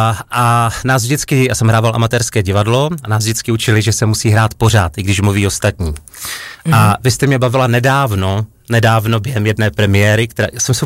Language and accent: Czech; Opava, Moravian-Silesian Region, Czechia; v mém rodném městě Opavě